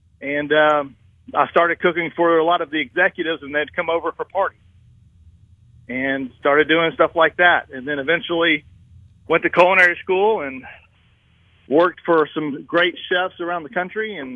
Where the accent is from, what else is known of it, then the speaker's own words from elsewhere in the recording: United States; we're from DeSoto County, and we stumbled upon it.